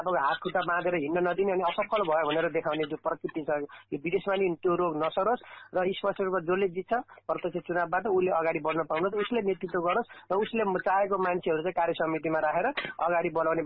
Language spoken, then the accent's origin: Nepali; Dhading, Bagmati, Nepal; now in Australia; पनि अस्ट्रेलियाको चाहिँ जनसमिति सभापति उम्मेद्वार हुँदै गर्दाखेरि म धादिङबाट हुँ